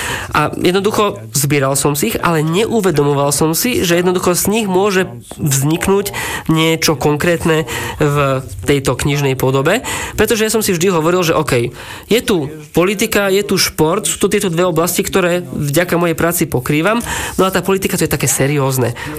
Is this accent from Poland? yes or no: yes; Poland; Slovak is a second language; keď na ulici v Abcházsku ma zastavil taký muž, ktorý sa spýtal, že odkiaľ som, ja že z Polska